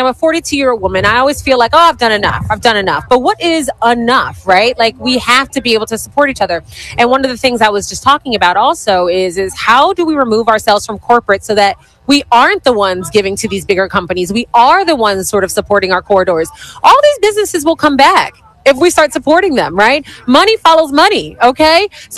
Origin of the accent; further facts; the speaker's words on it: Philadelphia, Pennsylvania, United States; I'm born and raised in Philadelphia.